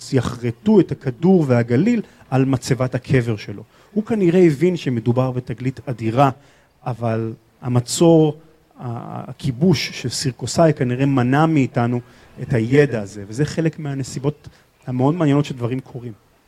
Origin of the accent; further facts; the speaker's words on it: Hadera, Haifa District, Israel; אז אני הכרתי אותו כילד בשם טכנודה, אני הסתובבתי פה מאות פעמים בתור ילד. זה חלק מנוף ילדותי.